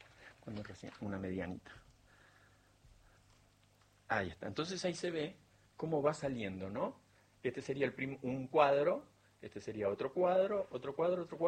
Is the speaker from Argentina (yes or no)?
yes; Bariloche, Río Negro, Argentina; born or raised there